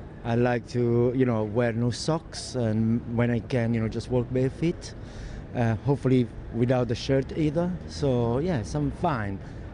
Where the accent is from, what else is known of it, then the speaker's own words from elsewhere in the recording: Naples, Campania, Italy; English is a second language; now in London, United Kingdom; I'm originally from Italy. I'm used to this weather, even though in Naples it's getting warmer and warmer.